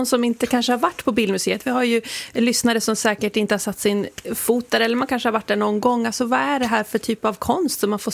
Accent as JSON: {"language": "Swedish", "town": "Umeå", "region": "Västerbotten County", "country": "Sweden", "tie": "born or raised there", "said": "när jag var liten i Umeå"}